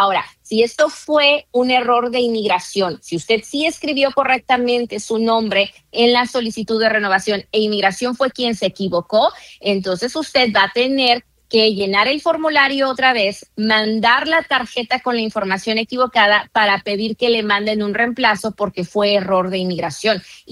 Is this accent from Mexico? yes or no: yes; Mexico; now in United States; nosotros los mexicanos